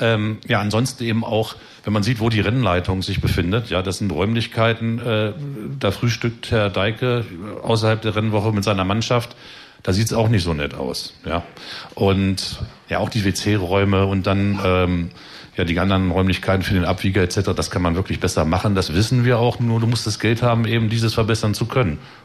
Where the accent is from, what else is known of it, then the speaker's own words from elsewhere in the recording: Goslar, Lower Saxony, Germany; born there; Gut, ich bin ja gebürtiger Goslarer, war auch wirtschaftlich in Goslar aktiv, habe da relativ gute Kontakte.